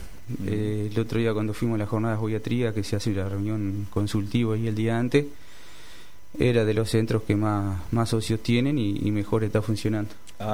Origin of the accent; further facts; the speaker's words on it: Colonia, Uruguay; Según me dijeron, nací en Colonia, sí, oriundo de San Pedro, de la escuela número 73.